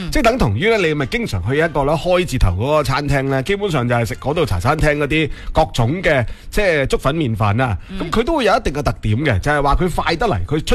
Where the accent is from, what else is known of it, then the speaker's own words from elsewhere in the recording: Guangdong, China; 我哋广东人口味